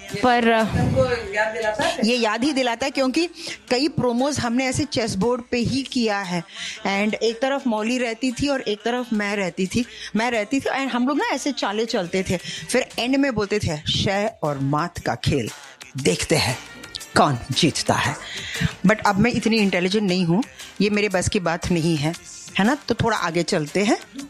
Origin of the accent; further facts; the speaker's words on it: Kerala, India; moved away; मैं केरला से बिलोंग करती हूँ